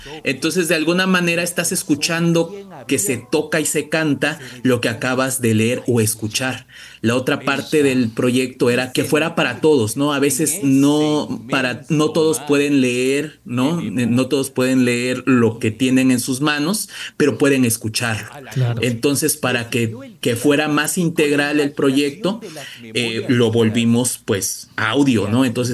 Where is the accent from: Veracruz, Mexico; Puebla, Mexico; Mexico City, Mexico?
Veracruz, Mexico; Somos todos veracruzanos